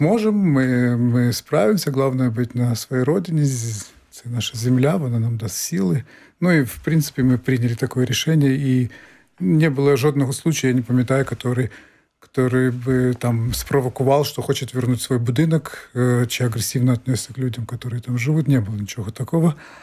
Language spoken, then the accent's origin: Ukrainian; Uzbekistan; born there; first language Crimean Tatar; Ukrainian is a second language; moved away; я то був Узбекистан, там навіть в нашій школі узбекська мова була спеціальним класом окремим. Тобто не російська була, а узбекська, а все остальне було російською мовою. Ну і, звичайно ж, в цих условіях я потеряв знання кримсько-татарської мови